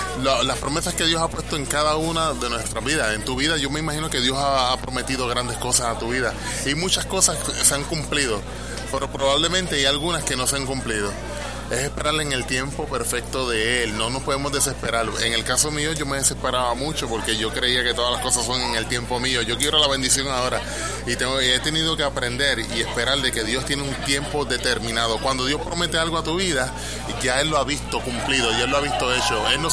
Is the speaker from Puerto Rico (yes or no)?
yes; Puerto Rico; Yo soy un puertorriqueño que canta música urbana, obviamente cristiana.